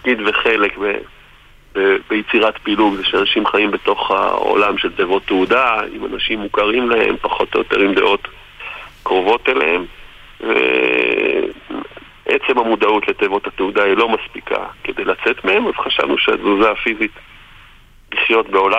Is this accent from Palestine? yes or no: yes; Tekoa, West Bank, Palestine; now in Sderot, Israel; בעצם אני כמעט נולדתי בתקוע וכל החיים שלנו שם בדיוק סיימנו לבנות בית בתקוע.